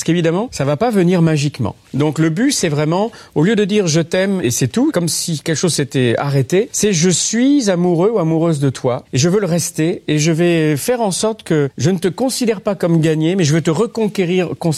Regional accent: France

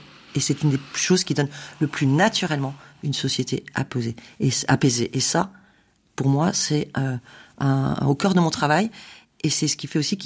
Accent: Lorient, Brittany, France; also born or lived in Brest / Toulon; en fait, oui, moi je suis née à Brest, voilà, 70 à 80% d'une ville détruite par les bombardements. J'ai appris à lire à Lorient, 70% détruite par

